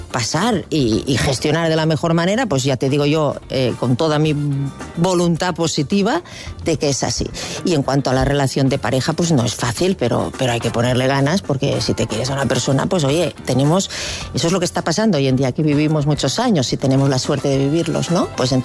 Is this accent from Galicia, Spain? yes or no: no; Catalonia, Spain; es porque yo dije que como catalán no había pareja, no, esto dije, no había pareja más catalana que la nuestra, dije.